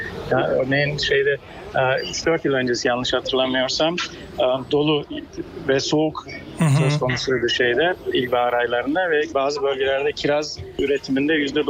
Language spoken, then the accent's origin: Turkish; Çukurova, Turkey; also born or lived in Tarsus; Yani ben Tarsus doğumluyum. Çukurova'da büyüdüm.